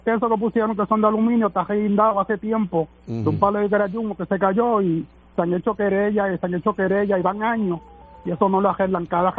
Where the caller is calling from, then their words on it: Añasco, Puerto Rico; De Añasco